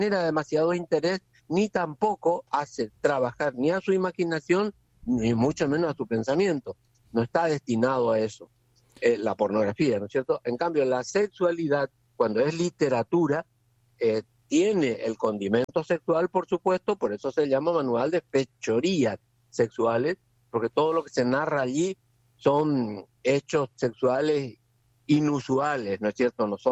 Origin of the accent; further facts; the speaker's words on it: Corrientes, Argentina; now in Buenos Aires, Argentina; yo, que soy correntino, pero también vivo en Buenos Aires